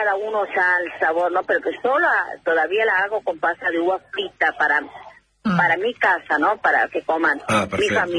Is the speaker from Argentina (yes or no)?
yes; Chicuana, Salta, Argentina